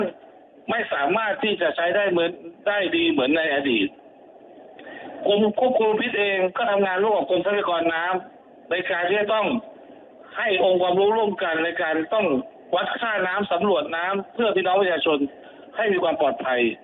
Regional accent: Chonburi, Thailand; moved away as an adult; now in Bangkok, Thailand; ผมเองอาจจะเป็นคนชลบุรีแต่มาอยู่กรุงเทพโดยนำลูกมาศึกษา

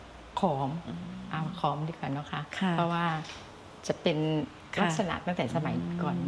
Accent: Ubon Ratchathani, Thailand; born there; เราเกิดที่จังหวัดอุบล

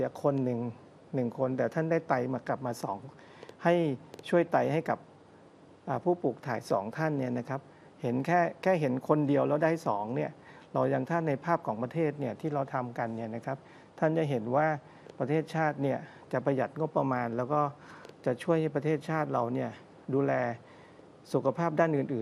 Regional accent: Nakhon Si Thammarat, Thailand; ในพื้นที่ของเราจริงๆที่เป็นชาวนครศรีธรรมราชก็จะมีดวงตานะครับที่เราได้รับการปลูกถ่าย

